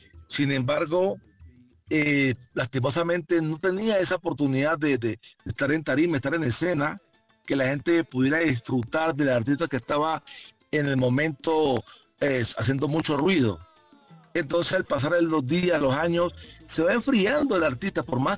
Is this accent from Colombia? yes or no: yes; Buenaventura, Valle del Cauca, Colombia; moved away as an adult; also born or lived in Cali; now in Bogotá, Colombia; arranco en Cali, aprendo el arte, me voy a mi tierra, Buenaventura, y vuelvo a acá, a la ciudad de Bogotá